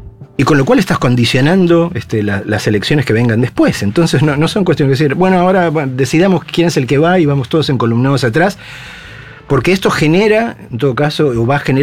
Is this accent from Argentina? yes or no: yes; Argentina; los que nos consideramos parte del pueblo argentino